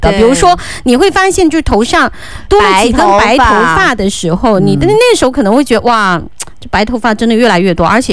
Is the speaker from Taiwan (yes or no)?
no; Minqing, Fujian, China; moved away; 七点也是在闽清，但是它是在另一个镇，跟我们那儿是不一样的。我们那儿有空气非常好，而且你知道那时候空气它那个纯天然的，经常到了三月份的时候，二三月份的时候，非常多蓝色的蝴蝶